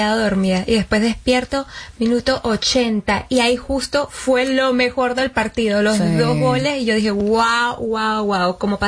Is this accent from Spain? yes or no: no; Venezuela; tengo familia colombiana, uh-huh. Entonces como que, bueno, le iba a Colombia, Venezuela no llegó, soy venezolana, pero mis abuelos son colombianos